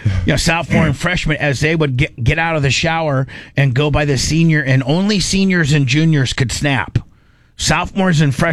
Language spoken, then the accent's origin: English; Warsaw, United States; when we were growing up in Warsaw High